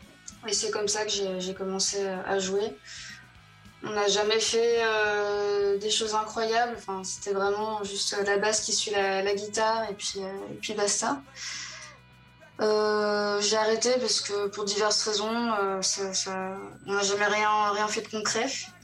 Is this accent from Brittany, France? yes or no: yes; Brittany, France; also born or lived in south of France; now in Paris, France; je suis bretonne, j'ai vécu dans le sud de la France également.